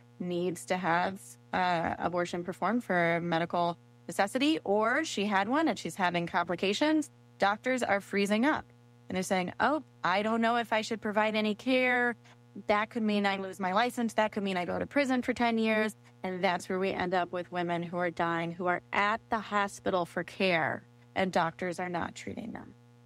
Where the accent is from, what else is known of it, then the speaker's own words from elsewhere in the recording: Indiana, United States; moved away; also born or lived in Mississippi; In my home state, Indiana